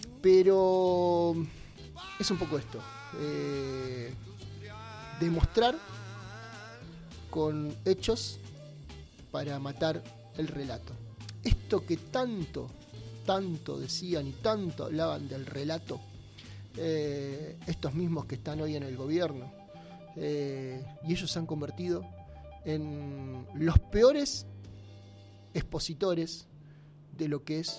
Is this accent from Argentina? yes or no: yes; Buenos Aires Province, Argentina; born there; como bonaerense, como persona que nació en el conurbano, no soy de Avellaneda, pero soy de Racing Club de Avellaneda, pero no nací en Avellaneda